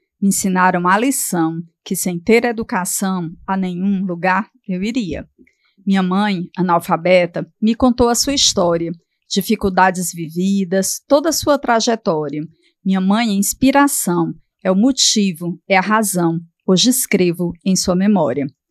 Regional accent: Fortaleza, Ceará, Brazil; sou natural de Fortaleza.

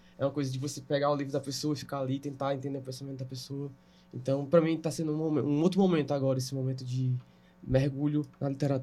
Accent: Fortaleza, Ceará, Brazil; now in Maracanaú, Brazil; sou natural daqui de Fortaleza, mas moro em Maracanã, né? Então já há mais de 20 anos.

